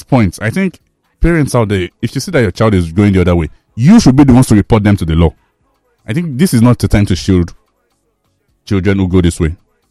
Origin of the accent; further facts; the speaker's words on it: Lagos, Nigeria; Growing up in Lagos